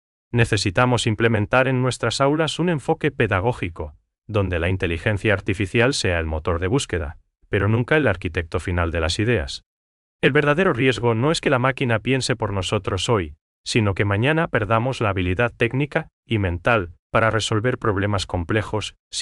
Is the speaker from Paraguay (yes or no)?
yes; Paraguay; asegurando que el progreso no signifique una erosión de lo que nos hace únicos como paraguayos.